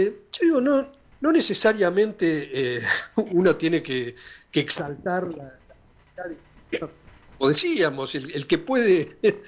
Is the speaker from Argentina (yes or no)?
yes; La Plata, Buenos Aires Province, Argentina; Yo soy de La Plata